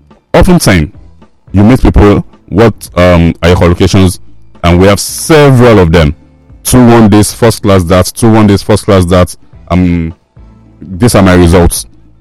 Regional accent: Nigeria; as Nigerian graduates

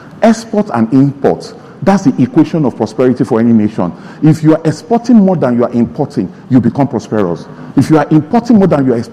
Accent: Nigeria

